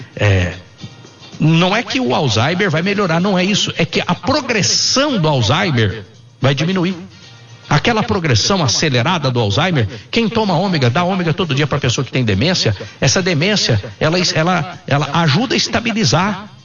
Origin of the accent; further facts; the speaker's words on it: Minas Gerais, Brazil; now in São Paulo, Brazil; eu falo carta porque eu sou mineiro. Mineiro fala carta de motorista, né? Aqui no estado de São Paulo eles falam CNH